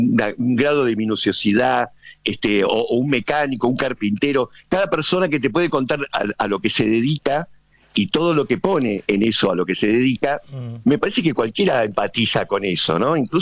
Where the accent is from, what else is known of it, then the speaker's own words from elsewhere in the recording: Argentina; somos una comunidad, somos argentinos